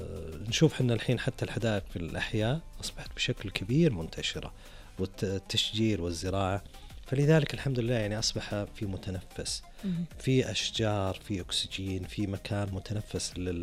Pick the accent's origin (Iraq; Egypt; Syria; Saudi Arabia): Saudi Arabia